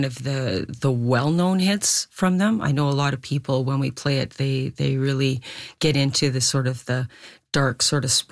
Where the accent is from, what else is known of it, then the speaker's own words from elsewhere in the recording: Edmonton, Alberta, Canada; now in Manitoba, Canada; I'm actually from Edmonton, Alberta